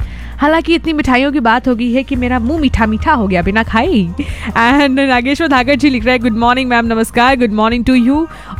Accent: Bareilly, Uttar Pradesh, India; now in Gonda, India; हम तो हैं भैया बरेली की बर्फी वाले।

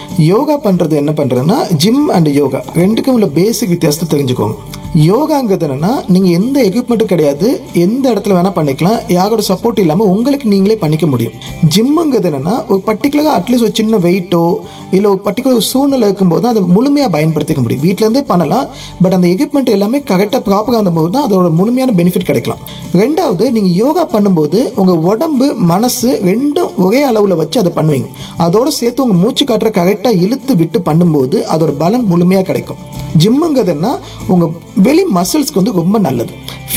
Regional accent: Pamban, Tamil Nadu, India; born there; moved away; also born or lived in Chennai; இப்போ அது எல்லாத்தையும் முடிச்சுட்டு நான் பாமனில் நம்ம ஊரில் செட்டில் ஆகணும்னு முடிவு பண்ணியிருக்கேன். நான் பாமனில் தான் பிறந்தேன்.

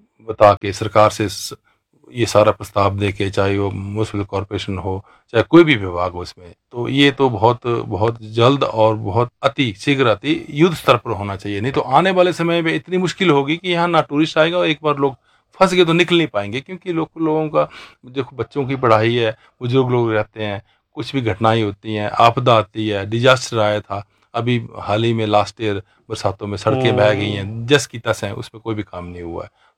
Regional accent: Dharamkot, Himachal Pradesh, India; मैं धर्मकोट से हूं, धर्मकोट का स्थायी निवासी हूं, नीचे हमारा भागसूनाग आ गया, उसके नीचे हमारी दोसालनी एरिया आ गया, पूरा बहुत बड़ा गाँव है, वो भी मैकलोडगंज के समीप लगता है

